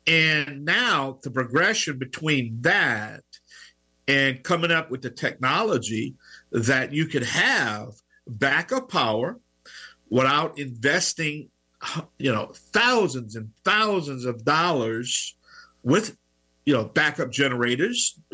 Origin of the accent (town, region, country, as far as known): Louisiana, United States; accent: Cajun